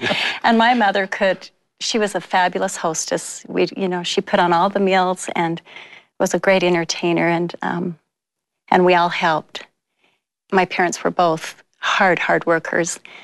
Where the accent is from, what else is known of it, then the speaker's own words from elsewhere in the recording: St. Anthony, Idaho, United States; I was born and raised in St. Anthony, Idaho, small little community.